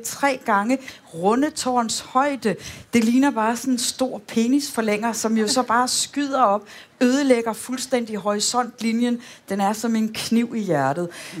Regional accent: Aarhus, Central Denmark Region, Denmark; jeg er jo aarhusianer, når jeg kommer tilbage til min gamle hjemmeby og ser, hvad der er, der er skudt op

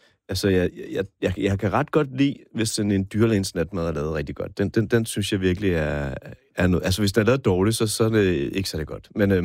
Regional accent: Copenhagen, Capital Region of Denmark, Denmark; jeg bor på Nørrebro. Den er jo opfundet i mit kvarter. Lige to gader fra, hvor jeg er fra.

